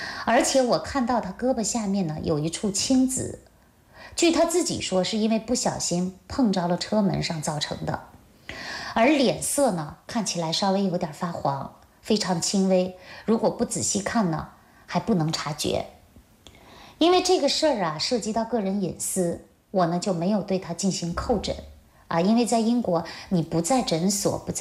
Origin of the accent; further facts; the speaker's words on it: China; 因为他听说我是中国人，他对我们中国的中医推拿正骨啊非常认同。